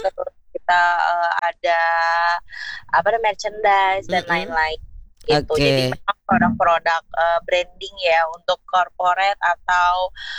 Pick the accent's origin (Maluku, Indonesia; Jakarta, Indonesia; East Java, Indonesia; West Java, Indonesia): Jakarta, Indonesia; born there; Kebetulan di Jakarta nih.